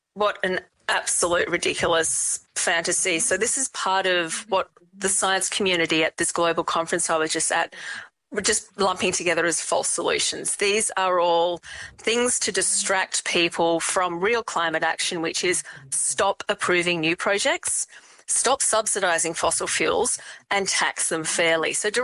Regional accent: Western Australia, Australia; I grew up in the Pilbara

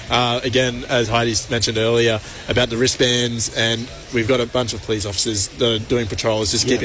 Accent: Cairns, Queensland, Australia; I'm from Cairns, born and raised.

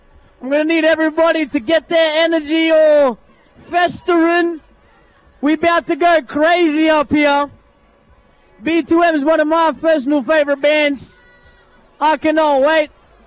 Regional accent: Darwin, Northern Territory, Australia; Well, I'm from Darwin.

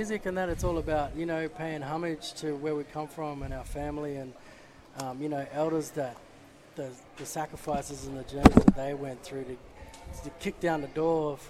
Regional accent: Katherine, Northern Territory, Australia; now in Melbourne, Australia; I grew up on Jarwin country in Katherine, Northern Territory.

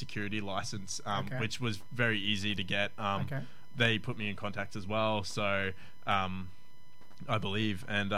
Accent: Cairns, Queensland, Australia; I grew up here in Cairns locally. My family … they're from, yep, Murray Island.

